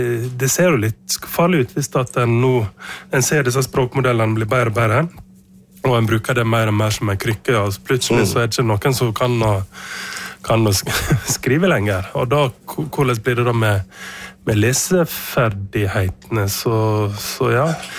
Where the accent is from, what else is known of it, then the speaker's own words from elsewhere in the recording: Utvik, Vestland, Norway; moved away; Han var på besøk hjemme i Utvik og besøkte foreldrene mine som lærere.